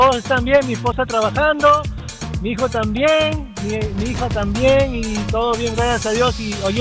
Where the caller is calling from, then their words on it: St. Cloud, Florida, United States; St. Cloud, Florida.